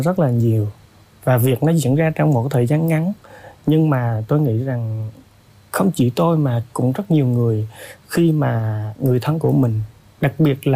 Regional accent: Hòa Thịnh, Đắk Lắk, Vietnam; như nhiều bà con ở vùng lũ Hòa Thịnh, phía đông Đắk Lắk quê tôi

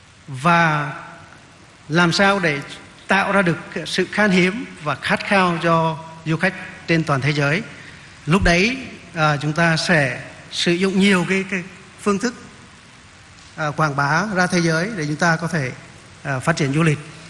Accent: Quang Binh, Vietnam; born there; Tôi là người Phong Nha - Kẻ Bàng, tôi sinh ra ở đó

